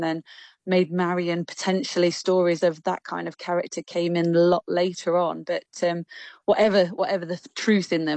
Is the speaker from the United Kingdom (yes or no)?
yes; Nottingham, East Midlands, United Kingdom; I'm a local girl, so I'm from Nottingham, and I think it must have been when I was in infant school